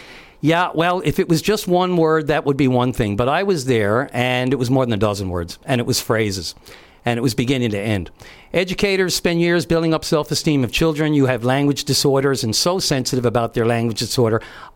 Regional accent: Newfoundland and Labrador, Canada

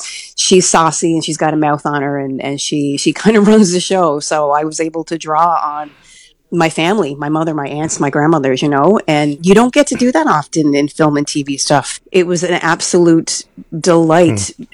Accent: Newfoundland and Labrador, Canada; accent: Newfoundland; talking about the Newfoundland dialect and where I was from and where my accent's from and stuff.

